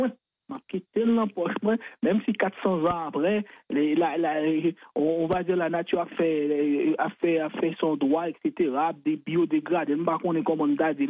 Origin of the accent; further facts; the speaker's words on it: Haiti; Je suis haïtien à 100% natif natal